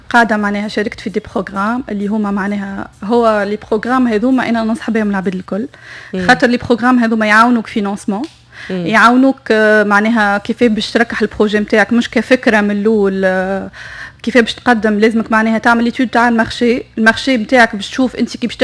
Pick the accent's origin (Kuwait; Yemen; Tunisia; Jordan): Tunisia; عندنا في تونس